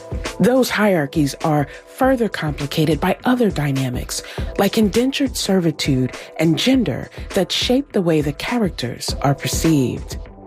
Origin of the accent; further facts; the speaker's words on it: Virginia, United States; You base this book in my home state of Virginia